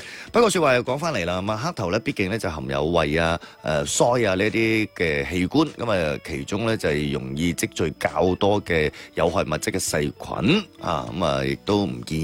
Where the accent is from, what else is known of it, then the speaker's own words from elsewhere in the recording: Guangdong, China; 作为我哋广东人啦吓